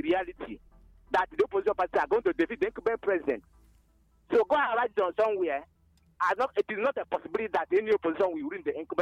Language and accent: English; Nigeria; This is the voice of … I'm reaching you from my hometown here in Nkomo Ezekun Autonomous Community.